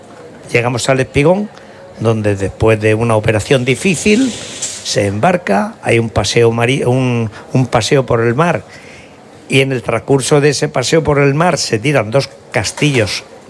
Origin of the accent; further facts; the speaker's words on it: Region of Murcia, Spain; se juntan mi pueblo, la huerta, mi huerta y mi campo de Cartagena.